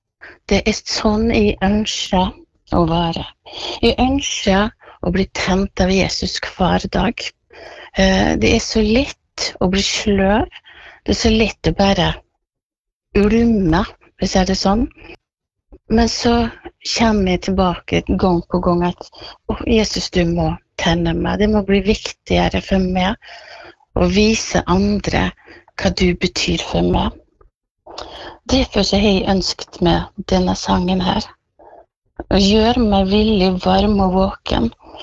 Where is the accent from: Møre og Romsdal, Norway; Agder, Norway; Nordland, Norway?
Møre og Romsdal, Norway; Aukra; now in Fitjar, Norway; Jeg er fra Aukra, vokst opp der, men nå bor jeg på Fitjar, stort. Ikke så langt fra Bergen.